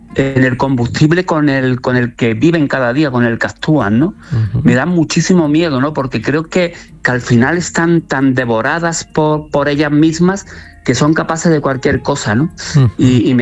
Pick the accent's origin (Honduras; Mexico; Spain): Spain; Córdoba, Andalusia; el del niño de barrio, en Córdoba, en mi ciudad natal, ese niño de San Agustín, de San Lorenzo, que vivía en una familia terriblemente humilde, muy austera, que teníamos muy poco